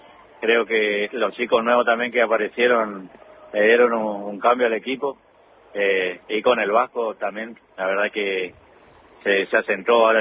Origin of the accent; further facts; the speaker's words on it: Paso de los Libres, Corrientes, Argentina; venimos de Paso de los Libres, Corrientes.